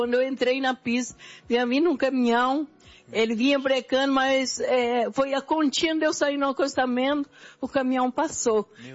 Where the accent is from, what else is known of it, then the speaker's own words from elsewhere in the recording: Santa Rosa, Brazil; Sou da cidade de Santa Rosa.